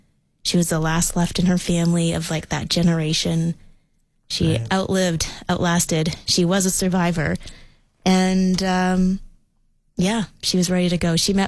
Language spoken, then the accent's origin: English; Edmonton, Alberta, Canada; So growing up in Edmonton, where the culture is a predominantly, British culture